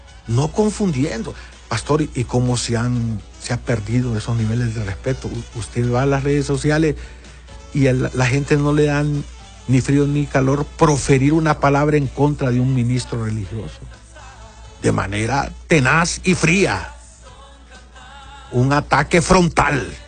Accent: Honduras; nuestro Honduras

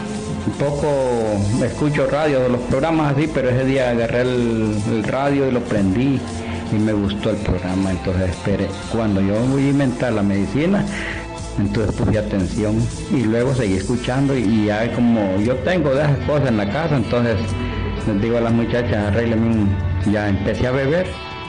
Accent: Esquías, Comayagua, Honduras; Yo vengo de Esquías.

